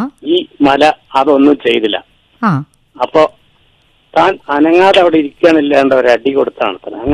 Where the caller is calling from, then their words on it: Kothakurussi, Kerala, India; ഞാൻ കോതകുറിശ്ശി എന്ന സ്ഥലത്തു നിന്നാണ്.